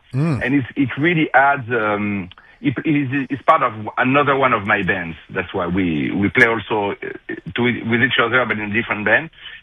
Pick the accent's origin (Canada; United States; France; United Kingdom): France; Fontainebleau, Île-de-France; moved away; I grew up in Fontainebleau, France.